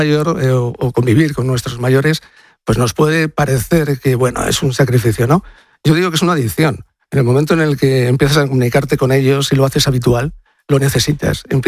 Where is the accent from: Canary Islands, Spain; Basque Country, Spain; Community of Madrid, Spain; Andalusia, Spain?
Community of Madrid, Spain; Madrid; Yo soy del pueblo de Madrid.